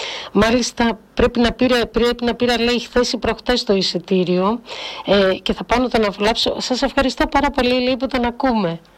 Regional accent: Düsseldorf, North Rhine-Westphalia, Germany; στην πόλη μου, στο Ντίσσελντορφ, το ραδιόφωνο που κάνω από μικρή στη Γερμανία

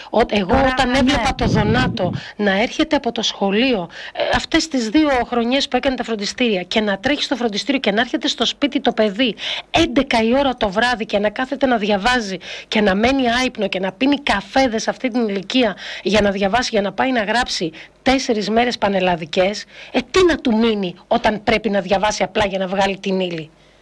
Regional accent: Greece; Εδώ είμαστε Έλληνες, είμαστε Ελλάδα και πρέπει να σέβονται οι άνθρωποι που έρχονται το δικό μας θρήσκευμα

